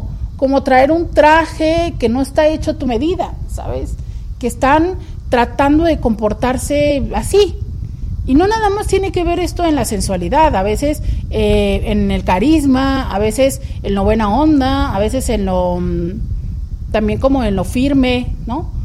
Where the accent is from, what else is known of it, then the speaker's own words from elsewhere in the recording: Mexico; cómo somos los mexicanos